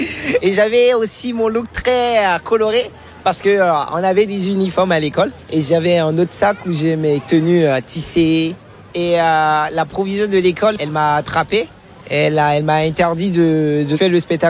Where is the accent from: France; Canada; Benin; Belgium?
Benin; J'ai grandi au Bénin. Il faudrait aussi comprendre que le milieu dans lequel j'ai grandi, il y a au niveau, au sein de la culture, on parle beaucoup de danse lors des cérémonies, on danse énormément.